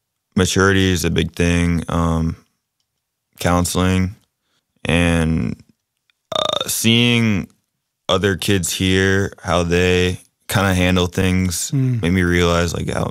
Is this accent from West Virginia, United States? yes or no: yes; West Virginia, United States; also born or lived in Winchester, Virginia; I'm from Winchester, Virginia. I grew up in West Virginia.